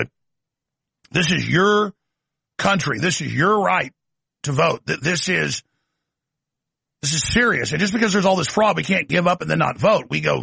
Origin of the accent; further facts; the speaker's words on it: Texas, United States; I'm one guy from Texas, and look at what we've done.